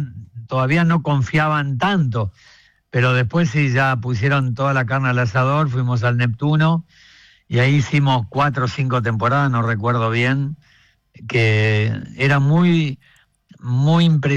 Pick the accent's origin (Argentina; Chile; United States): Argentina; Santa Fe; se fue entendiendo que éramos de Santa Fe